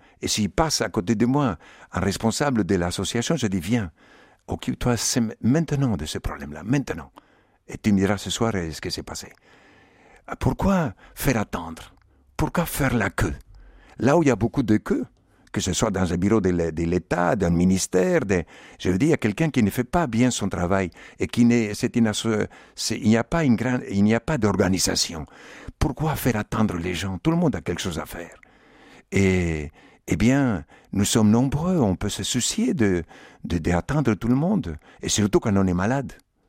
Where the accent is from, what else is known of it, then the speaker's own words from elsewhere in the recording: Argentina; moved away as an adult; now in Madagascar; Quand j'ai quitté l'Argentine, j'ai pleuré. J'ai pleuré quand j'ai quitté l'Argentine. Je l'ai quitté en 1968, en bateau.